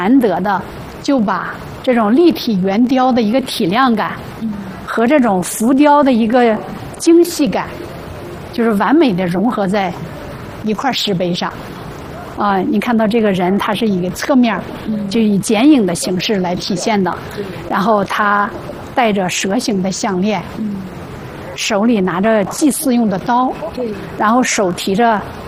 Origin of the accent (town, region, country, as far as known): China